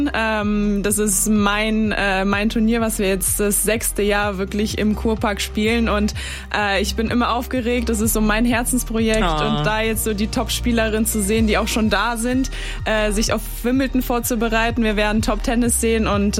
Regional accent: North Germany, Germany; Ich bin ja im Norden aufgewachsen und immer auf Reisen hatte ich meine Franzbrötchen mit dabei.

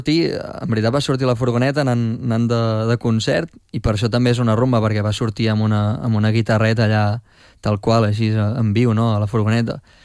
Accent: Catalonia, Spain; sempre des de petit pues, doncs, soc de poble i doncs, es viuen molt les festes majors, soc de l'Empordà

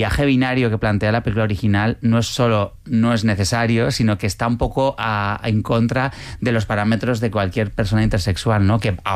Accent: Pamplona, Navarre, Spain; born there; moved away as an adult; now in Madrid, Spain; porque al final yo nací en Pamplona, viajé a Madrid en el año 98

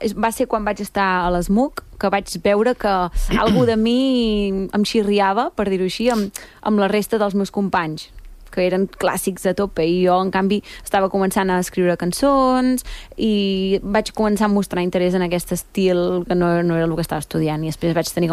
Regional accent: Catalonia, Spain; Jo sóc d'Osona, de Catalunya.

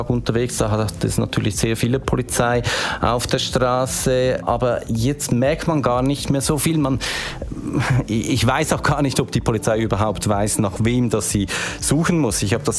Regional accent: Aarau, Aargau, Switzerland; Ich bin hier in Aarau aufgewachsen.

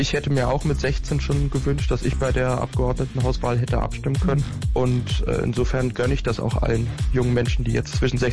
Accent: Berlin, Germany; weil für mich ist es auch eine Heimat und ein Ort, wo ich aufgewachsen bin.

